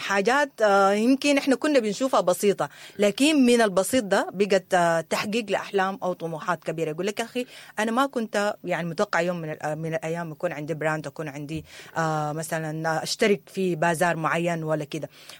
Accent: Sudan; بلدنا السودان

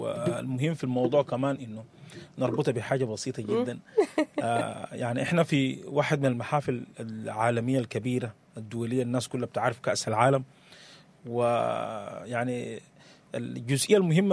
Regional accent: Sudan; عندنا كسودانيين

